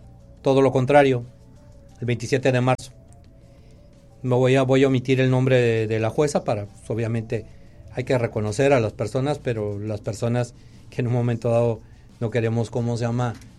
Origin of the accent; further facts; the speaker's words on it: Mexico; nos consideramos así porque somos mexicanos